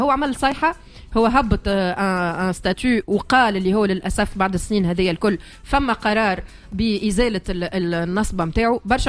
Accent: Tunisia; انا توهاني تونسية وعندي فوق العشرين سنة في تونس العاصمة

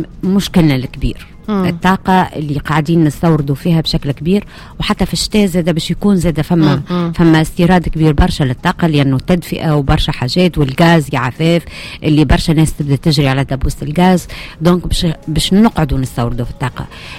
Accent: Tunisia; السنه كان متعب لنا كتوانسه

